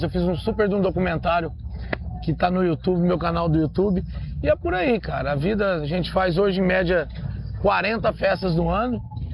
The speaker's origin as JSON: {"language": "Portuguese", "town": "Barretos", "region": "São Paulo", "country": "Brazil", "tie": "born or raised there", "said": "Aqui é minha terra natal, eu nasci aqui."}